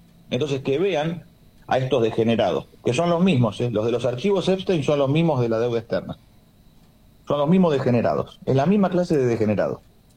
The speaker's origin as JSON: {"language": "Spanish", "country": "Argentina", "said": "lo que tengo que hacer como buen argentino"}